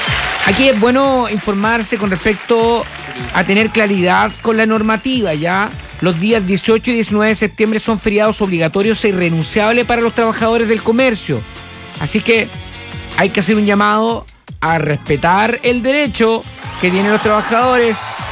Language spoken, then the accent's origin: Spanish; Chile; como buenos chilenos siempre andamos a última hora